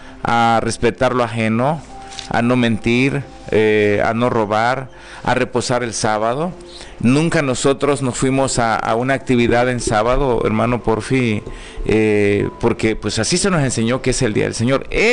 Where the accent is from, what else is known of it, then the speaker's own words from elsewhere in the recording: Chiapas, Mexico; de nuestro país, de nuestro Chiapas, de nuestro municipio